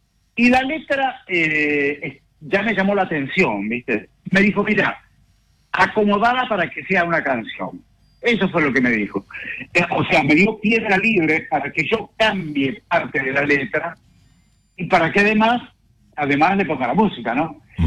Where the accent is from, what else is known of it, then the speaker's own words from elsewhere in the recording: Argentina; la primera vez que yo salí de Argentina